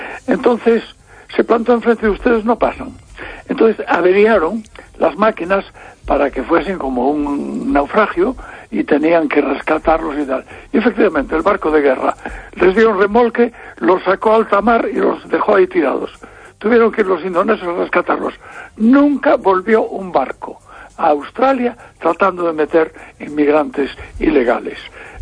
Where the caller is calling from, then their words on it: Santiago de Compostela, Galicia, Spain; de Santiago.